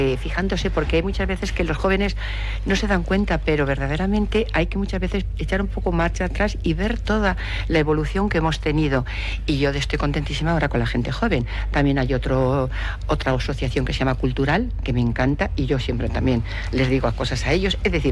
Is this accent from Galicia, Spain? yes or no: no; San Martín del Tesorillo, Andalusia, Spain; yo que soy del Tesorillo